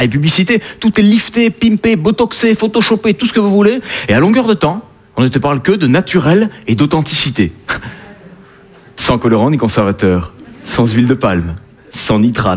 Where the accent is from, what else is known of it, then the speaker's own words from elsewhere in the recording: south of France, France; je viens du sud de la France